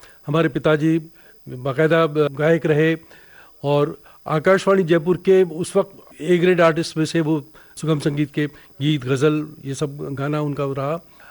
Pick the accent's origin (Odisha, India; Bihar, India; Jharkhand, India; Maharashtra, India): Maharashtra, India; Nagpur; born there; also born or lived in Telangana; तेलंगाना के हैं, हमारे पिताजी माताजी सब वहीं के रहे, लेकिन मेरा ननिहाल नागपुर और मेरी पिताजी जो पोस्ट एंड टेलीग्राफ्स में डिपार्टमेंट में काम करते थे, उनकी पहली पोस्टिंग भी नागपुर में थी, तो मेरा जन्म भी नागपुर में हुआ।